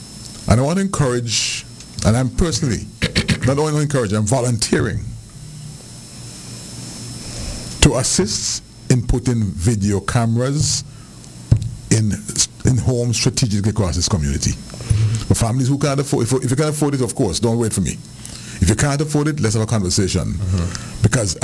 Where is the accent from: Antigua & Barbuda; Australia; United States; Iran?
Antigua & Barbuda; Liberta, Saint Paul; born there; When there's a little boy growing up in Liberta